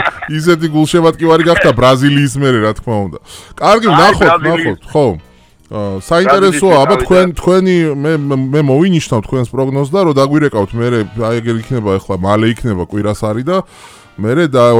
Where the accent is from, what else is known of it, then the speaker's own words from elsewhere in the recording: Tbilisi, Georgia; born there; მე რო დავიბადე ჩაჭავაში